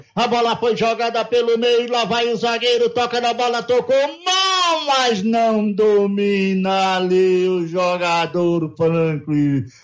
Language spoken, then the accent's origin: Portuguese; Brasileia, Acre, Brazil; meus amigos de Aptaçolândia e Brasileia, minha terra querida.